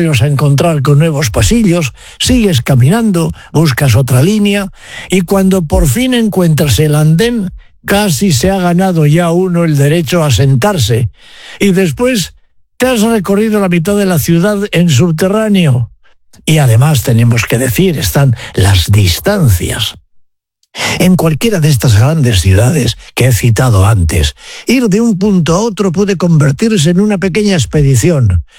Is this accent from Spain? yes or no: yes; Bilbao, Basque Country, Spain; soy de Bilbao. Estoy orgulloso de mi ciudad, de la ciudad en la que nací, de la ciudad en la que he vivido, de la ciudad que he visto cambiar durante toda una vida, durante toda una larga vida, afortunadamente.